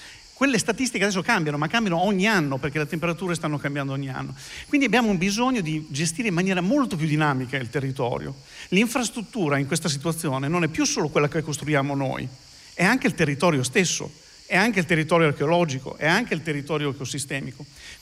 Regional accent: Emilia-Romagna, Italy; io vengo dall'Emilia Romagna

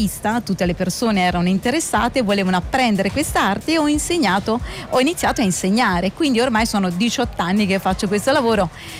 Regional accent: Ancona, Marche, Italy; Io vengo da Ancona, sono marchigiana, sono cuoca dell'alleanza Slow Food

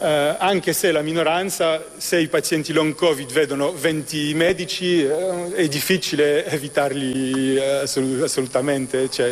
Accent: Belgium; sono italo-belga, quindi mi rappresenta l'onorevole Crisanti, anche se sono nato e cresciuto in Belgio, ho la doppia cittadinanza

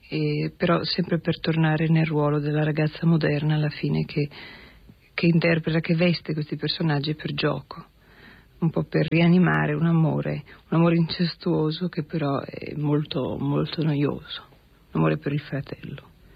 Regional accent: Parma, Emilia-Romagna, Italy; io sono di Parma

